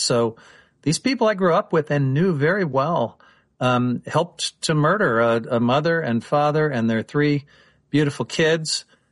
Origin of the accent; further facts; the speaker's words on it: Independence, Missouri, United States; another kid that I grew up with in Independence, Missouri